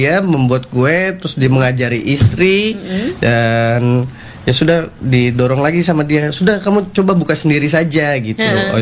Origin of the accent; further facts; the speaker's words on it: Jakarta, Indonesia; Kebetulan saya asli dari Jakarta.